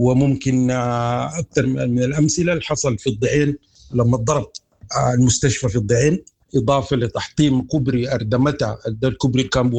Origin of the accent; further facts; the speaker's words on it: Sudan; كسودانيين